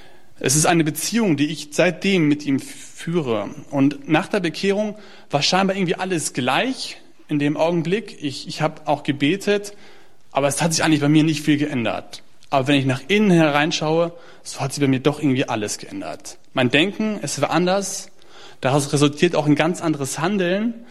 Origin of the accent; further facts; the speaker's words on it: Detmold, North Rhine-Westphalia, Germany; born there; Ich bin schon hier in Detmold geboren worden